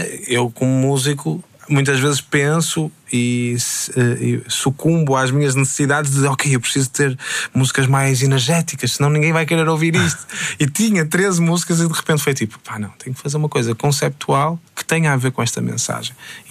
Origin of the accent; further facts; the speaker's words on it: Porto, Norte, Portugal; accent: northern Portuguese with Carioca influence; Eu nasci em Portugal.